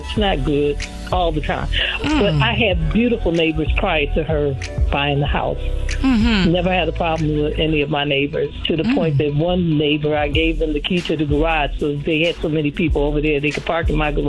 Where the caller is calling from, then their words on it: Michigan, United States; I'm calling from Michigan.